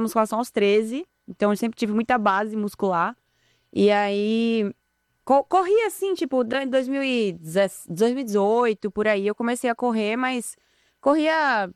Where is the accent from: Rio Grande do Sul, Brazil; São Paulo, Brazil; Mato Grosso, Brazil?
São Paulo, Brazil; also born or lived in Recife; nasci aqui em São Paulo. E aí, aqui em São Paulo, comecei na ginástica olímpica. Aí me mudei para Recife, porque meus pais se mudaram por conta de trabalho.